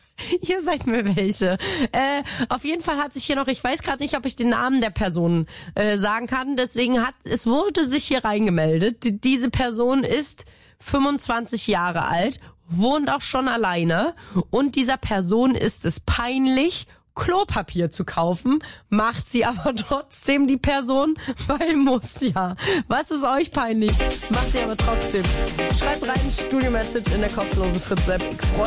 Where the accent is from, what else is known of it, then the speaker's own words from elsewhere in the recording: Saxony, Germany; accent: Saxon; ich komme aus Sachsen, mir ist manchmal peinlich, dass man mein Sächsisch anhört, rede ich trotzdem Sächsisch, na klar.